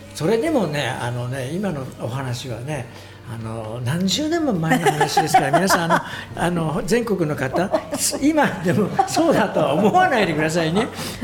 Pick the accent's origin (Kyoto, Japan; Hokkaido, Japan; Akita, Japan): Hokkaido, Japan; Tomakomai; 僕は苫小牧出身なんですけど、